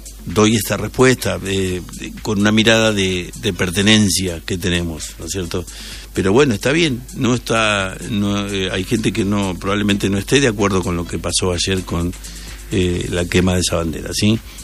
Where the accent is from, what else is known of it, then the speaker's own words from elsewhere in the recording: Bolívar, Buenos Aires Province, Argentina; somos varios de Bolívar.